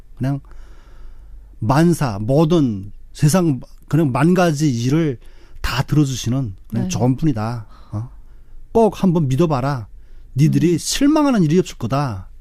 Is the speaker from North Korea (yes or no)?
yes; Haeju, South Hwanghae, North Korea; moved away as an adult; now in South Korea; 저의 고향은 황해남도 해주시고요. 탈북하여 한국에 온 지 3년차 되는